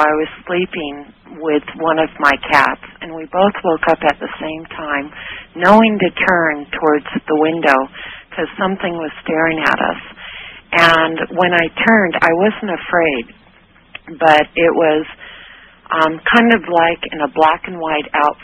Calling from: San Marcos, California, United States; I'm in San Marcos.

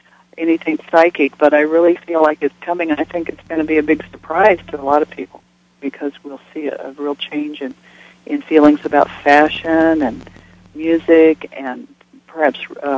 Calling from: San Antonio, Texas, United States; I'm calling from San Antonio.

